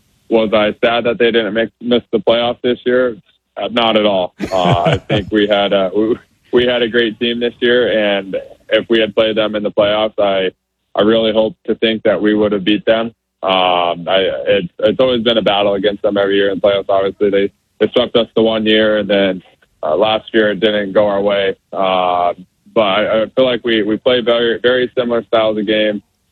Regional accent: Colorado, United States; My mom was a full-time Uber driver, driving 5 kids around to all their hockey practices growing up in Colorado.

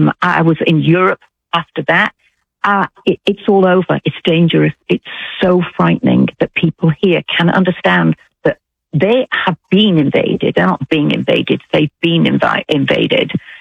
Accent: United Kingdom; I'm not. I'm British.

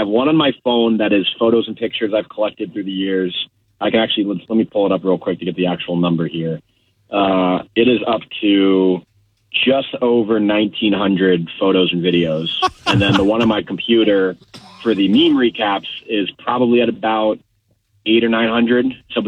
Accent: Tampa, Florida, United States; I'm from Tampa, born and raised Floridian.

